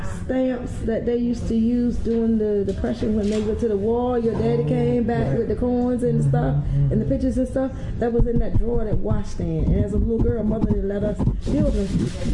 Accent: Suffolk, Virginia, United States; born or raised there

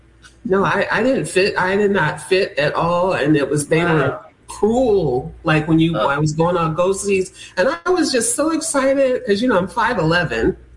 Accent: Akron, Ohio, United States; also born or lived in Youngstown, Ohio; I'm from Ohio originally. Okay. I was born in Youngstown, raised in Akron, Ohio. Went to high school there.

